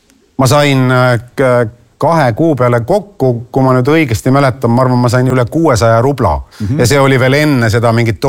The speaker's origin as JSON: {"language": "Estonian", "town": "Loksa", "region": "Harju County", "country": "Estonia", "said": "Kõik lapsed monoasulatest, nagu Loksa oli selline, kust mina pärit olin, tahtsid tegelikult minna maale tööle ja lüpsma hakata."}